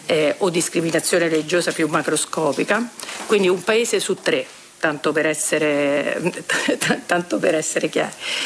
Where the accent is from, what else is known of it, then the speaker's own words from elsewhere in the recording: Moscow, Russia; Io vengo da Mosca